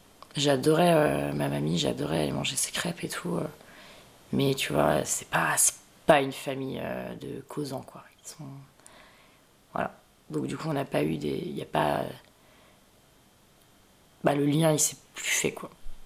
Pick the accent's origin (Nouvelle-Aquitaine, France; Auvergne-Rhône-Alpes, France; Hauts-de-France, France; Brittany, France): Brittany, France; je suis née, enfin, je suis bretonne et j'ai un attachement très fort à la Bretagne et à d'où je viens.